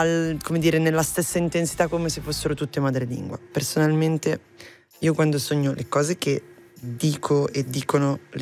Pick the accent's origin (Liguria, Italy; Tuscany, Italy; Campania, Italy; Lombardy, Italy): Lombardy, Italy; Milan; first language Milanese; nonostante io sia di Milano, non so se si sente, l'ho trovata estrema anche per me. Cioè, nonostante nella mia lingua madre, ovvero il milanese